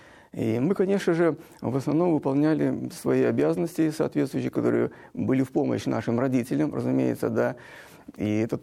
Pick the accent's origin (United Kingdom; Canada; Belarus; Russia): Belarus; Grodno, Grodno Region; born there; Я родился в городе Гродно.